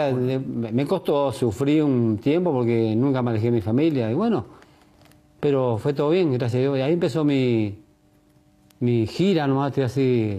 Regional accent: Buenos Aires, Argentina; born there; also born or lived in Romang, Santa Fe; Y hasta los 9 años viví ahí, después migré, vine a Buenos Aires.

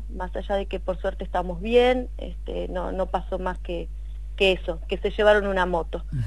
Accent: General Villegas, Buenos Aires Province, Argentina; yo soy nacida y criada en Villegas. La verdad que amo y elijo vivir en mi ciudad.

